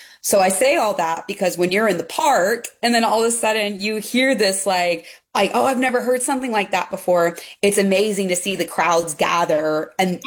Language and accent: English; Nebraska, United States; now in Houston, United States; I'm from Nebraska originally, so